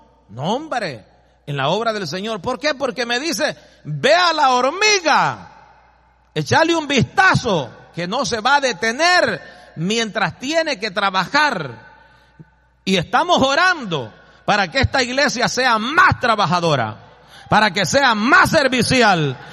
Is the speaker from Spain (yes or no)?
no; El Salvador; moved away as an adult; now in United States; de lo que yo ganaba en El Salvador para venirme para los Estados Unidos. En el 97, 98, lo que yo ganaba allá.